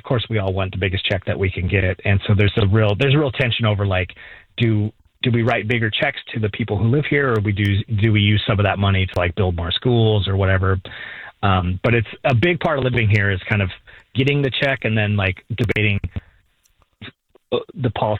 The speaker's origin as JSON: {"language": "English", "region": "Alaska", "country": "United States", "tie": "born there", "said": "You know, I was born in Alaska, and I went to school, like college up in Fairbanks, Alaska."}